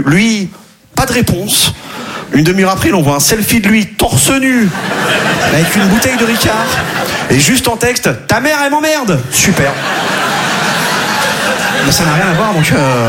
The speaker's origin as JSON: {"language": "French", "town": "Quimperlé", "region": "Brittany", "country": "France", "said": "Si vous voyez, déjà là d'où je viens à Quimperlé, on n'avait pas les sports cool."}